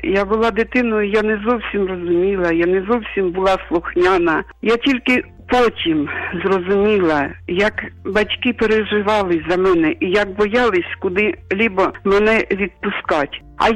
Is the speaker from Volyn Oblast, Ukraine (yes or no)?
no; Vasyshcheve, Kharkiv Oblast, Ukraine; Я народилась в селі під Харковом, в Васищевах. Ми жили в селі. Спочатку була там манисенька хатка